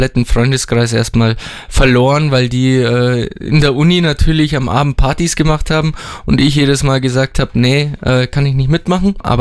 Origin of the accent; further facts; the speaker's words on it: Germany; mein Heimatland, also Deutschland, bestmöglich repräsentieren kann